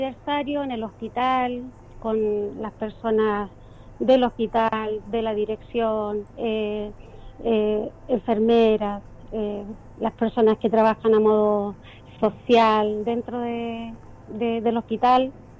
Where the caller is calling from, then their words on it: Yungay, Ñuble, Chile; aquí en Yungay somos 6 voluntarias de Damas de Blanco